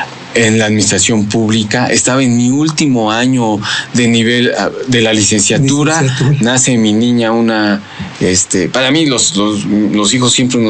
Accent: Puebla, Mexico; Soy poblano, nacido aquí. … porque mis abuelos de Córdoba, Tepos por parte de mi mamá

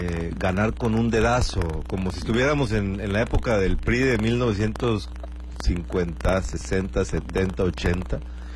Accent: Acapulco, Guerrero, Mexico; Yo crecí en estos barrios, soy egresado del ITAM, tengo maestría en Estados Unidos

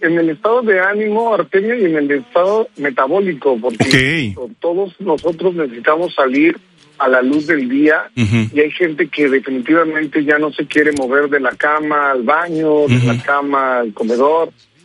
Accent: Veracruz, Mexico; Yo soy de aquí, de Veracruz

